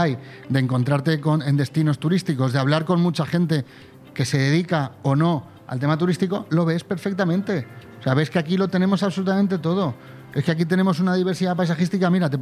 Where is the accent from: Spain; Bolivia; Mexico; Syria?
Spain; Y somos muchos más españoles viviendo...